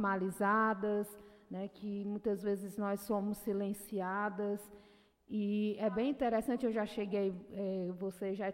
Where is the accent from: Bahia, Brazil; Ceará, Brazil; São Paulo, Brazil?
Ceará, Brazil; Tamboril; now in Crateús, Brazil; eu sou de Tamboril e estou em Crateús, né? Sou uma mulher parda, de comunidade também, né?